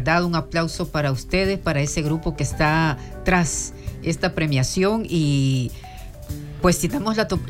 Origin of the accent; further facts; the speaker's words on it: El Salvador; a nosotros como salvadoreños